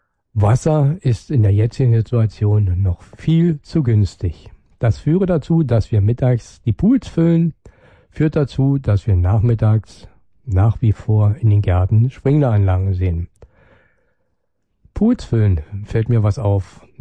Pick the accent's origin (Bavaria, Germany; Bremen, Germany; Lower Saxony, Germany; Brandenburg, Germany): Brandenburg, Germany; wie wir als Brandenburger ja das auch anders sehen